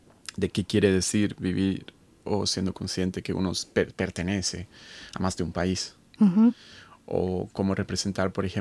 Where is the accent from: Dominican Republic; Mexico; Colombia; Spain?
Colombia; Bogotá; moved away; also born or lived in Barranquilla; que es pues en el norte de Colombia, es el Caribe, y cuando tuve 8 años me fui a vivir con mi madre y mi hermana, me fui a vivir a Bogotá